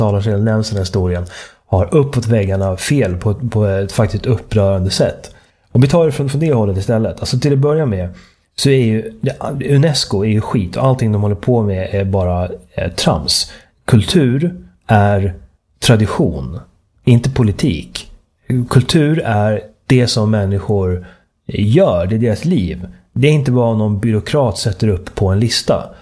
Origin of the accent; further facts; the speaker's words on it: Sweden; tillståndet i mitt hemland